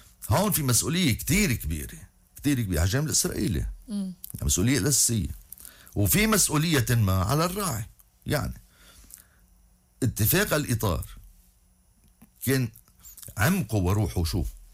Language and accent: Arabic; Lebanon; بدنا نحن نعمل خطوات على الارض كلبنانيين، هيدا اللي بيطمن شعبنا.